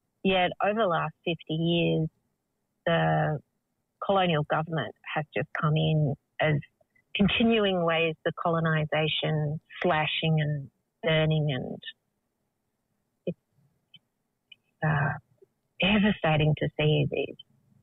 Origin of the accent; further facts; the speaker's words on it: Tasmania, Australia; born there; I was born here in Lutwyta, Tasmania, to the Palawa community. My mother's people are Yorta Yorta. I'm a Yorta Yorta woman, and old grandfather is a Jajarong.